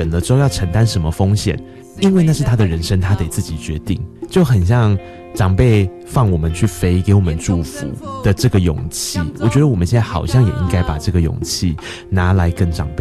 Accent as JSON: {"language": "Chinese", "region": "Tainan", "country": "Taiwan", "said": "我就是我是台南人啊"}